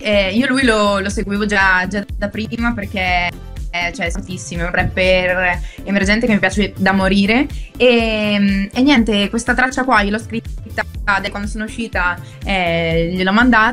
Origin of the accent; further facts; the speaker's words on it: Sorisole, Lombardy, Italy; In realtà di Sorisole, cioè un paesino.